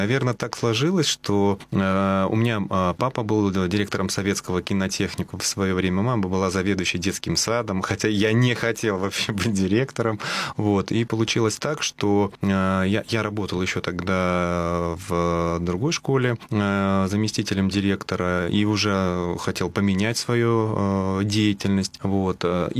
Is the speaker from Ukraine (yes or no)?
no; Sovetsk, Kaliningrad Oblast, Russia; Нет, я и сам из Калининграда.